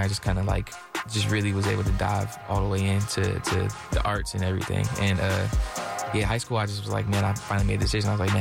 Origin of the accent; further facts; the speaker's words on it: New Haven, Connecticut, United States; born there; also born or lived in Bridgeport